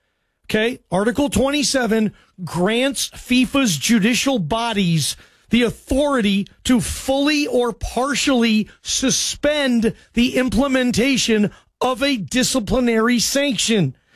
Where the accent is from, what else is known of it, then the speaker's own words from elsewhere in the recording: Seattle, Washington, United States; World Cup in Seattle, my hometown.